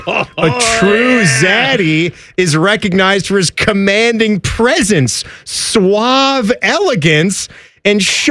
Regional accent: Manassas, Virginia, United States; I remember this because this was in Northern Virginia. This was in my hometown, Manassas, Virginia.

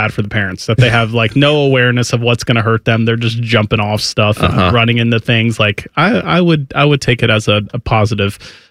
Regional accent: New York, United States; born there; moved away; I was born in New York.

